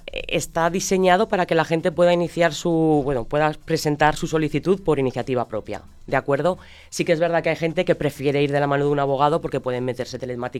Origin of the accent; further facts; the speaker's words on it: Albalate de Cinca, Aragon, Spain; yo que soy de Albalate de Cinca, tema agrícola